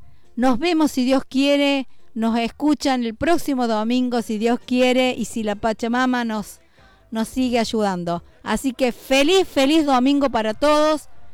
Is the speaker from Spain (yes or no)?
no; Argentina; todos somos argentinos.